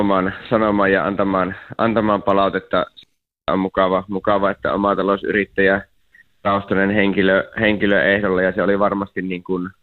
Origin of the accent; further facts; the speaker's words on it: Eastern Finland, Finland; oma vaalipiiri on Savo-Karjala ja kuitenkin tulen Itäistä Suomesta